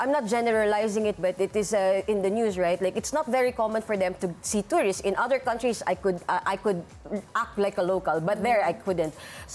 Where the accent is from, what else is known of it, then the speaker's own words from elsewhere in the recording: Philippines; I'm Filipino.